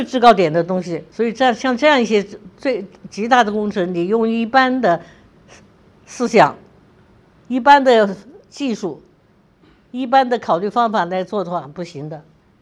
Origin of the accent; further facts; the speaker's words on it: China; 引进设备没什么了不起的，我们中国人一点不比外国人差，你能做的我可以做得比你更好。